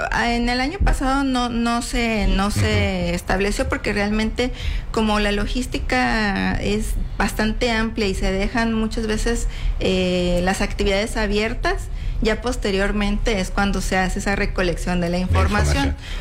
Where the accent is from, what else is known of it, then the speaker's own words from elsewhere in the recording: Tabasco, Mexico; Del Estado de México, mi familia, pero yo soy totalmente tabasqueña.